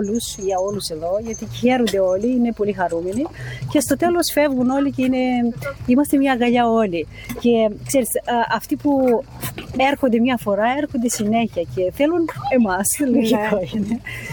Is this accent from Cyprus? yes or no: no; Romania; Greek is a second language; now in Greece; Είμαι ξένη, είμαι από Ρουμανία.